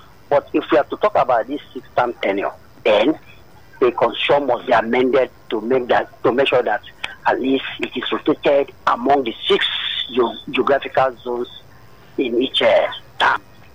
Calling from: Lagos, Nigeria; I'm calling from Abaranja in Ikotun.

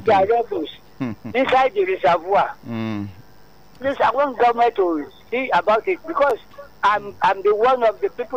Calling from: Lagos, Nigeria; I'm from Ijushaga.

